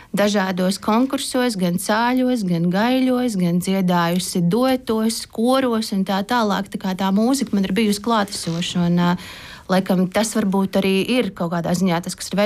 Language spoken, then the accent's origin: Latvian; Courland, Latvia; esmu kurzemniece.